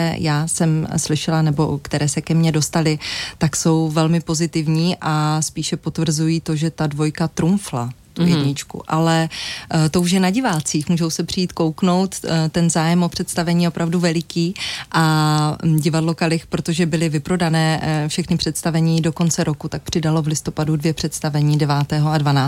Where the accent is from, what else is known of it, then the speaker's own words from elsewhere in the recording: Ostrava, Moravian-Silesian Region, Czechia; já jsem Ostravačka